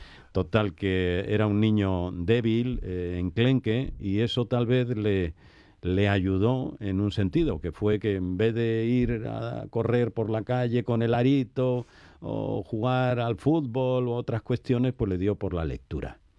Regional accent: Villa del Río, Andalusia, Spain; Pues mira, vengo de Villa del Río. Estaba hace unos días en el pueblo

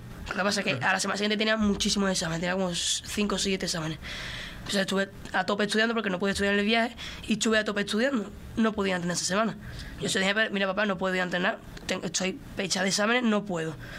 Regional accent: Spain; defender mi país.

